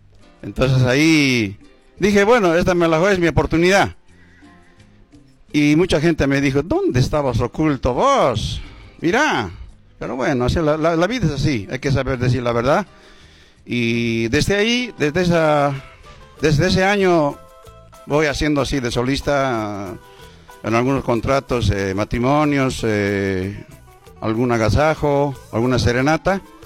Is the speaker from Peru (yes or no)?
no; La Paz, Bolivia; Bueno, yo soy paceño, nacido en San Pedro.